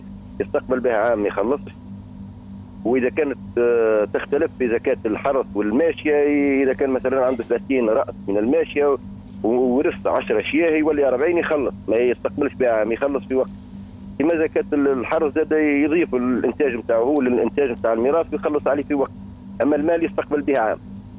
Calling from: Gafsa, Gafsa Governorate, Tunisia

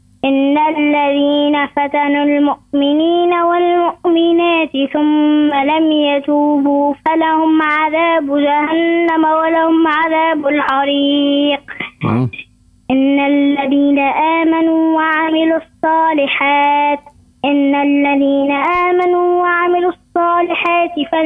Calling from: Korba, Nabeul Governorate, Tunisia

